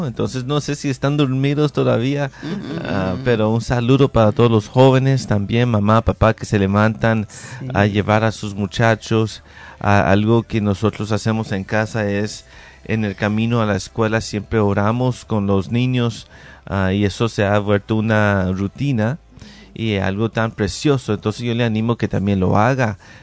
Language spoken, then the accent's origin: Spanish; Venezuela; now in Tennessee, United States; Le dije que soy de Venezuela, pero estoy acá en los Estados Unidos. Y después me preguntó qué estado y le dije Tennessee.